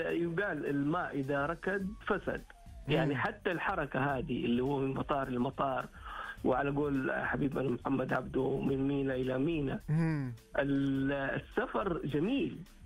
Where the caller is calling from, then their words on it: Taif, Makkah Province, Saudi Arabia; أنا الحقيقة أنا من الطائف، وكان في الثمانينيات يعني أنزل من الطائف إلى جدة